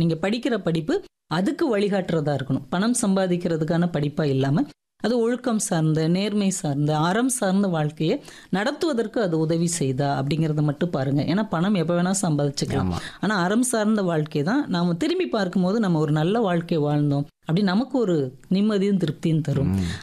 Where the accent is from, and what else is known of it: Madurai, Tamil Nadu, India; born there